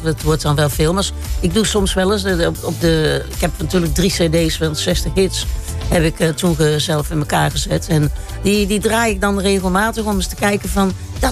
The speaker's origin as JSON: {"language": "Dutch", "region": "North Brabant", "country": "Netherlands", "said": "Ik ben een Brabantse natuurlijk."}